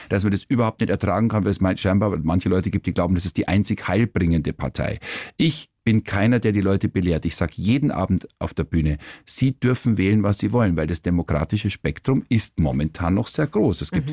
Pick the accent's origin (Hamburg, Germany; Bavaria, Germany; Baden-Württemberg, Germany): Bavaria, Germany; Kaufbeuren; born or raised there